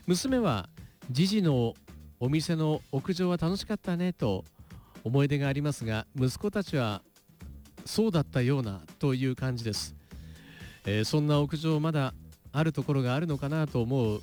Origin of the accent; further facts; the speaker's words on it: Tokyo, Japan; 池袋に私ね、住んでるというか、まあ、地元が池袋から一駅の要町というとこなんですけど